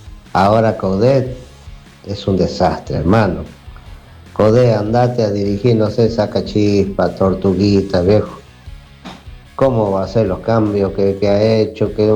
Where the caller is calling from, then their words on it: Gregorio de Laferrère, Buenos Aires Province, Argentina; de La Ferrer.